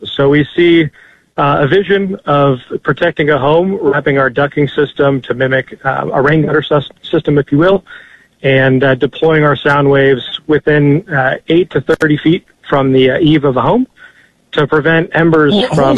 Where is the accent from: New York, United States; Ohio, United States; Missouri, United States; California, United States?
California, United States; Altadena; Early on, I witnessed the LA fires in my hometown of Altadena